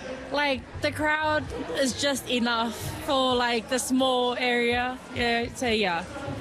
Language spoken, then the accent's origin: English; Auckland, New Zealand; now in Dunedin, New Zealand; I'm from Auckland